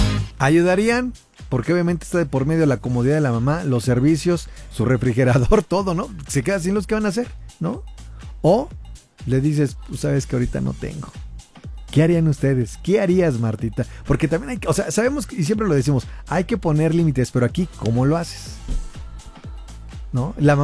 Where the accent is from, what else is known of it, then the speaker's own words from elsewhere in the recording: Oaxaca, Mexico; now in Puebla, Mexico; Yo soy de Oaxaca, pero por trabajo vivo aquí en Puebla.